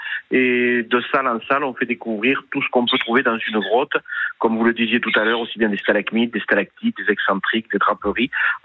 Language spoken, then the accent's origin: French; Occitanie, France; dans le nord du Quercy, chez nous, dans le Lot